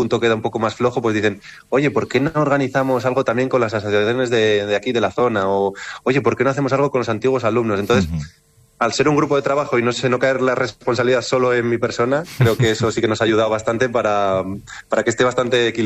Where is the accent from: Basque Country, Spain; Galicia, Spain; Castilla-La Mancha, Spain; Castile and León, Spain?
Castile and León, Spain; León; moved away as an adult; now in Asturias, Spain; yo no soy de Asturias, vine hace 6-7 años, uh-huh, pero claro, estudié en la escuela pública, le tengo mucho cariño a mi colegio, al Colegio Público San Claudio de León, a mi instituto también, el Padre Isla de León